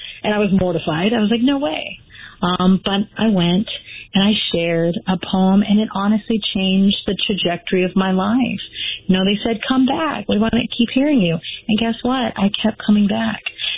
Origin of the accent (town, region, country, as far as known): Las Vegas, Nevada, United States; born or raised there